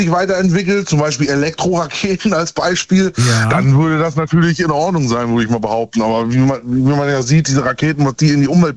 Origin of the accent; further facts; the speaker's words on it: Görlitz, Saxony, Germany; Und meine Heimat in Görlitz in Sachsen, in der östlichen Stadt Deutschlands, da ist es nicht mehr ganz so weit weg